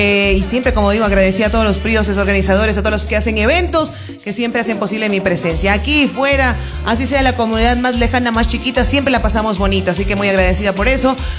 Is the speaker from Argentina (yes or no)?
no; Cuenca, Azuay, Ecuador; born or raised there; also born or lived in Guayas, Ecuador